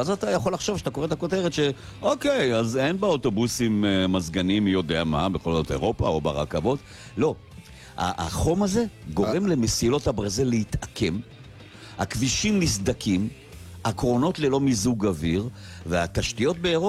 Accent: Haifa, Haifa District, Israel; אנחנו תמיד מתלוננים בתור חיפאים

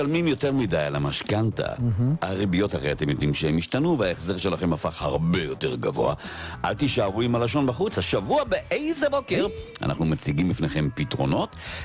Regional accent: Jaffa, Tel Aviv District, Israel; הרי אחותי ואני נולדנו ביפו, זה הבית שלנו, שם גדלנו, זאת הילדות.

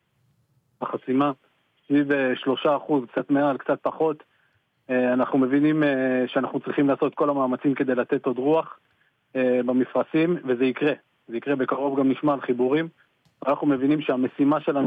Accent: Tzohar, Southern District, Israel; now in Ra'anana, Israel; אני במקור נולדתי וגדלתי שם, היום אני גר ברעננה.

